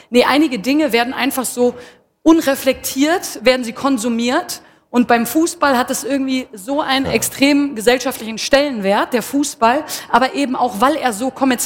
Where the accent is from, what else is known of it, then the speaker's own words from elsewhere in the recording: Germany; moved away as an adult; now in Bern, Switzerland; meine Sozialisation als Deutsche in der Schweiz